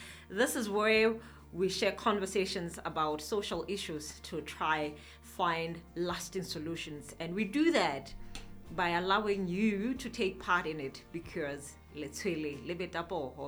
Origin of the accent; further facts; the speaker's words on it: Mafeteng, Mafeteng District, Lesotho; I want to say hello to Mafeteng Maftown. That's my hometown.